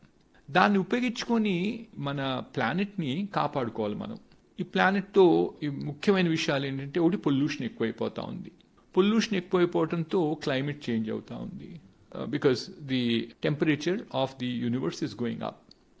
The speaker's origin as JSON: {"language": "Telugu", "town": "Mokshagundam", "region": "Andhra Pradesh", "country": "India", "tie": "born there", "moved": "yes", "said": "మా ఊరు ఒకటేనండి, మోక్షగుండం అంటారు. ఇది ప్రకాశం డిస్టిక్లో బుధవారపేట మండలంలో ఉందండి విలేజ్. మా ఫాదర్ది ఆ ఊరు అనమాట. నేను అక్కడి నుంచి మైగ్రేట్ అయిపోయాను, ఒక 50 ఏళ్ళు అయిపోయింది నేను ఆ ఊర్లో ఉండి."}